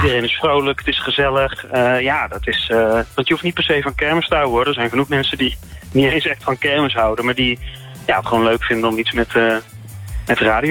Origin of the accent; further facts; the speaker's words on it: Tilburg, North Brabant, Netherlands; Ik kom uit Tilburg